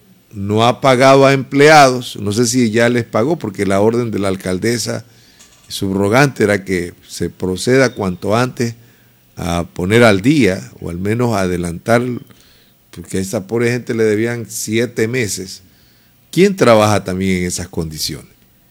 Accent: Esmeraldas, Ecuador

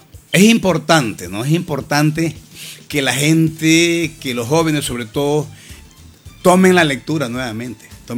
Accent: Atacames, Esmeraldas, Ecuador; Atacame, mi pueblo

